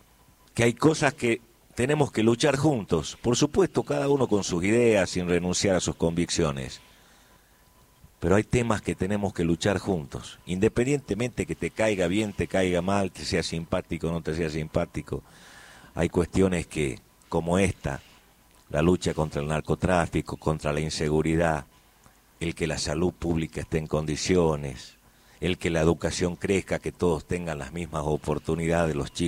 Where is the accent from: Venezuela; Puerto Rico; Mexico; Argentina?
Argentina; los argentinos somos pasionales, los argentinos cuando queremos algo, luchamos por ese sueño